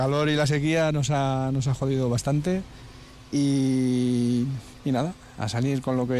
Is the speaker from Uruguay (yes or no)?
no; Pariza, Castile and León, Spain; soy de Pariza.